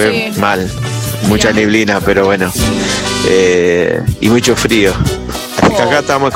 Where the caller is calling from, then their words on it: Buenos Aires, Argentina; de Buenos Aires.